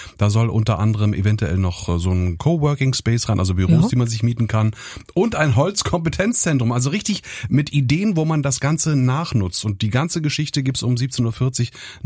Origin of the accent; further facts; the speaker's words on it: Brandenburg, Germany; Ja, ich bin ja im Brandenburgischen groß geworden und da haben wir drin als Kinder wirklich drin rumgetont.